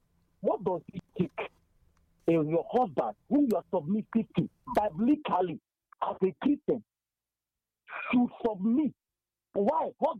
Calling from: London, United Kingdom; I'm calling from London.

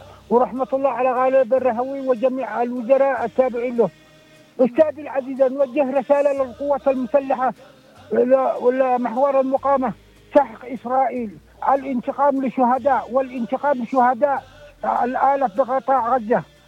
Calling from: Ibb, Yemen; محافظة إب.

